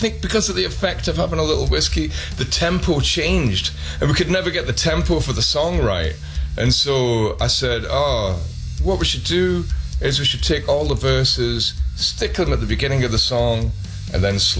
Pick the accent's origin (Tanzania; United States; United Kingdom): United Kingdom; accent: mixture of Geordie and Glasgow; also born or lived in Newcastle upon Tyne, United Kingdom / Glasgow, United Kingdom; now in Paris, France; So my accent is a weird accent. I've got a mixture of Geordie, which is the northeast of England, and Glasgow, which is the west coast of Scotland.